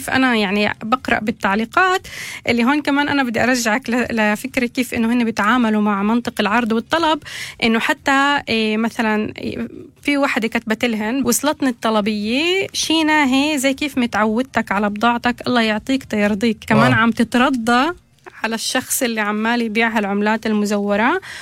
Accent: Palestine; now in Israel; انه انا ما فيش عندي حدا بنفع الجأ له كفلسطيني عايش بالداخل

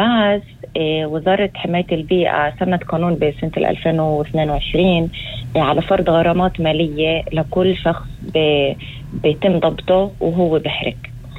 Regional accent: Israel; منتشر عنا في الوسط العربي

